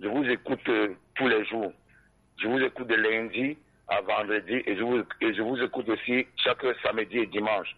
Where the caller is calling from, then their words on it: Cameroon; mon très cher et beau pays, le Cameroun.